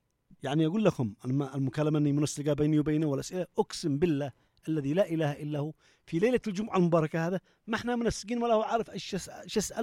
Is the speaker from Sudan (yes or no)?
no; Yemen; يعني إحنا شعب مسكين مفق